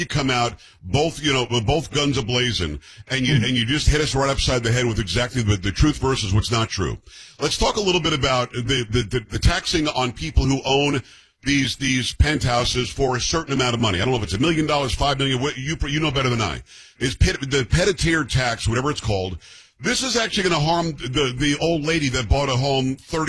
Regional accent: New York, United States; I'm from Metro New York originally.

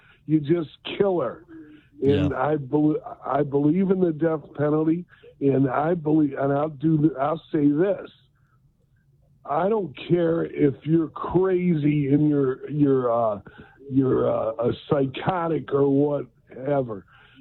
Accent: Detroit, Michigan, United States; Anyway, but I am here, and I'm from Detroit.

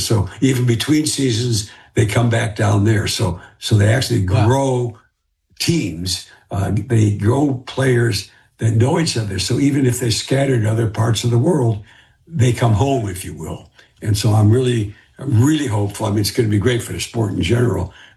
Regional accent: Detroit, Michigan, United States; I grew up on baseball, football, basketball, and having grown up in Detroit, particularly hockey.

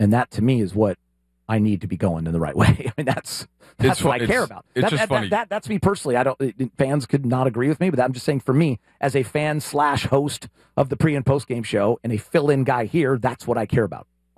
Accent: California, United States; as a native of Southern California and, you know, a fan of all my hometown teams

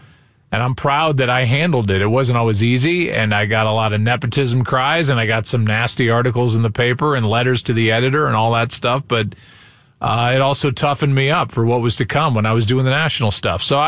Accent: St. Louis, Missouri, United States; I'm going to be calling my hometown team in the World Series

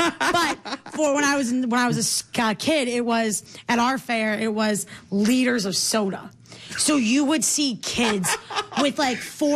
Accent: Brookfield, United States; I grew up in Brookfield

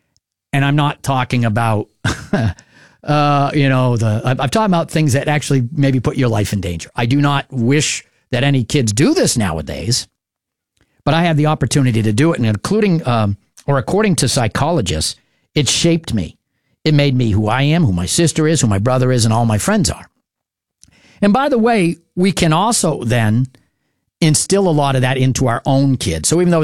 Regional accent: Marlborough, New Hampshire, United States; also born or lived in Keene, New Hampshire / Surry, New Hampshire; spent the first 4.5 years of my life growing up in Surrey, New Hampshire. From there, I moved to Cottage Street in Marlborough, New Hampshire, across the street from my grandparents, my dad's parents.

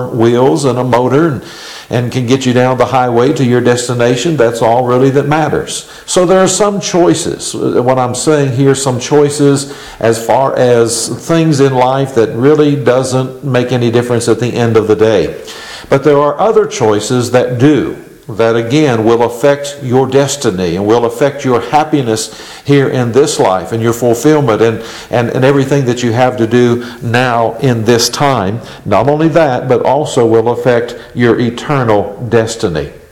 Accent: LeCounts Mills, Pennsylvania, United States; I'm from LeCounts Mills, Pennsylvania

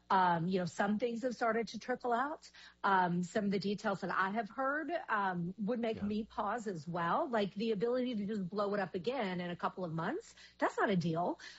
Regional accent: Kentucky, United States; born there; my home state, bourbon from Kentucky

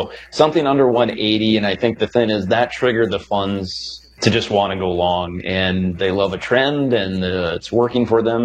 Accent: South Dakota, United States; So was my home state of South Dakota. And, you know, I'm in the northeast corner.

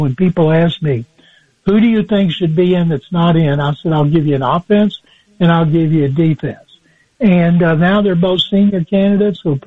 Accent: Waco, Texas, United States; I was a diehard Cowboys fan growing up in Waco

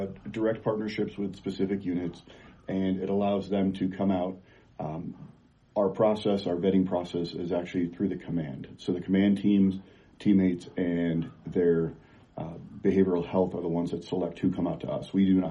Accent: New York, United States; moved away; I'm originally from New York

